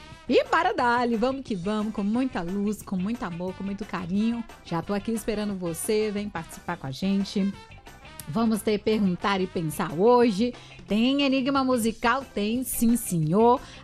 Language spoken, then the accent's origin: Portuguese; Brazil; nós somos brasileiros, sim!